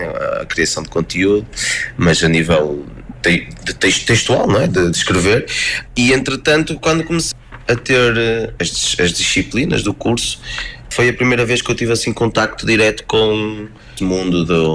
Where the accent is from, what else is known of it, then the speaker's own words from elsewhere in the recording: Barcelos, Norte, Portugal; por ser mais perto do sítio onde eu cresci, onde eu nasci, que é, eu sou natural da Uxa, que é uma freguesia do Conselho de Barcelos.